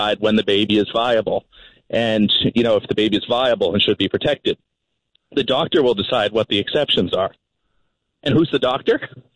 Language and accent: English; Virginia, United States; That's the case in my home state of Virginia.